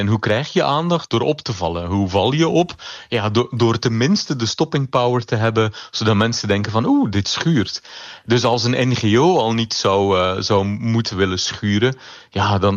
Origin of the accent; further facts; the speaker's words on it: Belgium; moved away as an adult; now in Netherlands; Kijk, ik woon al 20 jaar in Nederland. En als Belg was ik vanaf dag 1 verliefd op het zelfvertrouwen van Nederland.